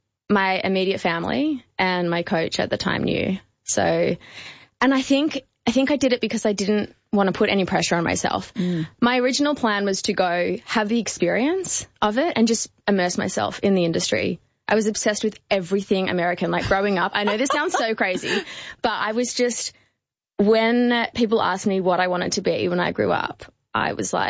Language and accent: English; Melbourne, Victoria, Australia; born or raised there